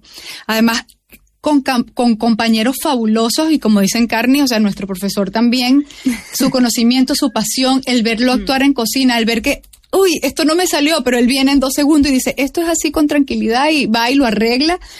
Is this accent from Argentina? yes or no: no; Venezuela; now in Spain; yo soy venezolana